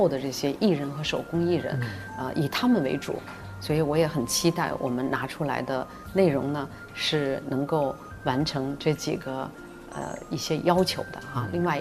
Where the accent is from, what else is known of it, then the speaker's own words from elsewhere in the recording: Guangdong, China; 他们粤语肯定不比我们真正土生土长的这个传统的广东人士呢说得差啊